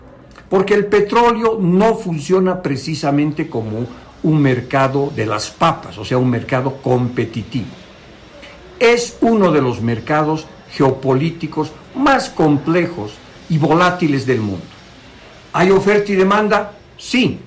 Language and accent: Spanish; Bolivia